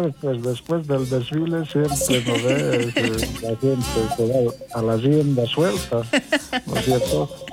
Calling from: Bolivia

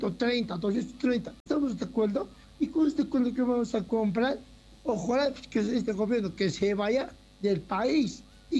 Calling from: Bolivia

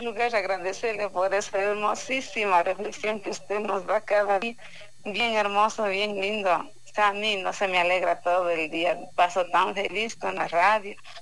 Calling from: Pujilí, Cotopaxi, Ecuador

